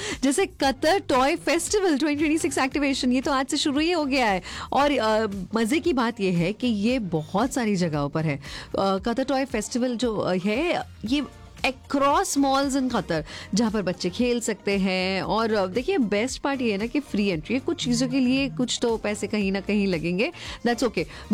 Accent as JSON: {"language": "Hindi", "town": "Mumbai", "region": "Maharashtra", "country": "India", "said": "क्योंकि मैं मुंबई से बिलोंग करती हूँ."}